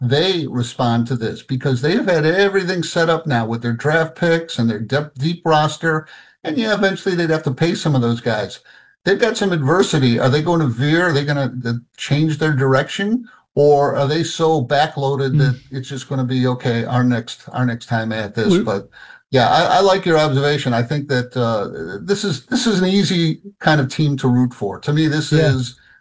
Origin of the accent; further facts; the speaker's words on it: Chicago, Illinois, United States; I'm not a native New Yorker. I grew up in Chicago